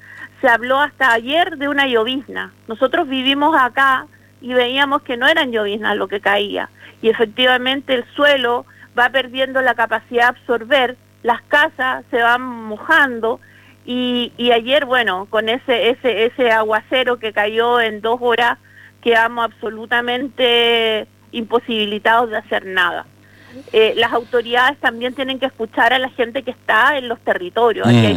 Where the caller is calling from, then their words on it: Chile; todos somos chilenos, todos somos habitantes de este territorio